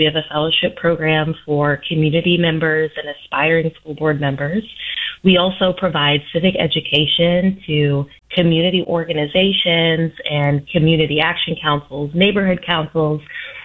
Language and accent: English; Indiana, United States; now in Chicago, United States; I didn't grow up in Chicago. I'm from Indiana right next door